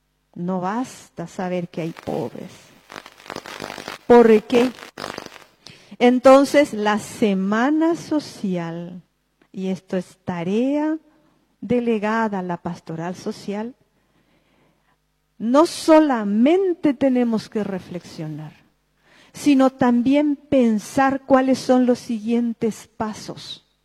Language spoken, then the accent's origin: Spanish; Paraguay